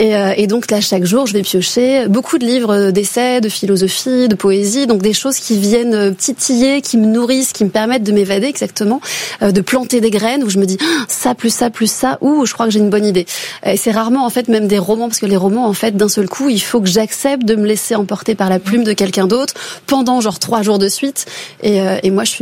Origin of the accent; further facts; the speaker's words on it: Massy, Île-de-France, France; moved away; also born or lived in Paris; j'ai grandi à Massy dans une tour HLM qui était grise avec du béton partout.